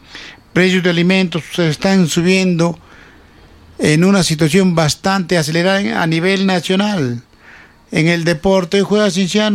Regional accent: Cusco, Peru; Como cusqueños o como peruanos necesitamos que Cusco siga siendo la palestra del fútbol a nivel internacional.

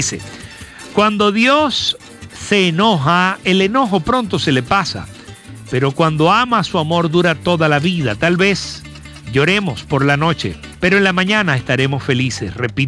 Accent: San Carlos, Cojedes, Venezuela; el de Barrio Nuevo, el de San Carlos, el de Cojedes

